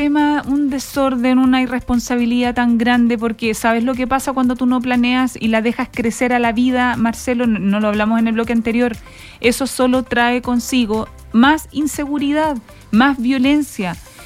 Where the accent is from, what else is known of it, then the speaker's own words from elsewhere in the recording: Valparaíso, Chile; Yo crecí en Playa Ancha, es uno de los cerros más duros que hay.